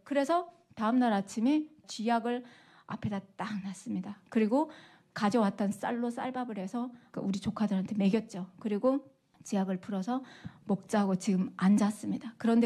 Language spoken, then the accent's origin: Korean; North Korea; 살려주시오. 우리 조선에서 왔습니다. 살려주시오.